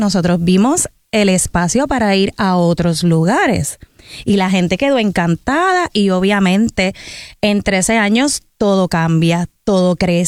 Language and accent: Spanish; Corozal, Puerto Rico; Soy maestra de teatro en la Escuela Superior Emilio R. Delgado del pueblo de Corozal, que es mi pueblito.